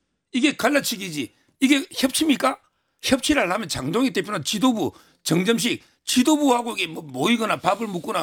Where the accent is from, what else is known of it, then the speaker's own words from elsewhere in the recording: Hapcheon, South Gyeongsang, South Korea; 제 고향에 네. 합천에